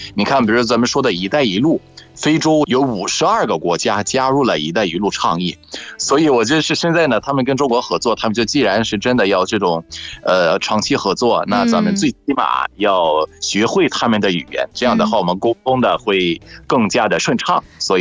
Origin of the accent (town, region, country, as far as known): Egypt; Chinese is a second language